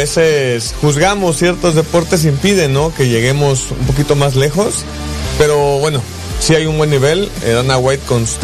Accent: Mexico

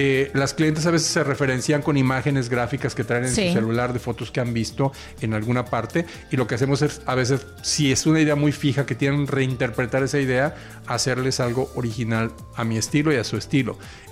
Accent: Mexico

